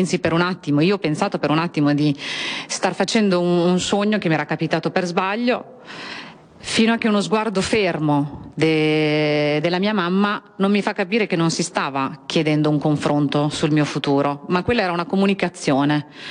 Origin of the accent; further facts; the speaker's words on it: Emilia-Romagna, Italy; also born or lived in Pakistan / Novellara; sono cresciuta nella pianura emiliana, più o meno sempre nella bassa reggiana. Gli ultimi miei anni dell'adolescenza, diciamo avvicinandomi all'età adulta, li ho fatti proprio a Novellara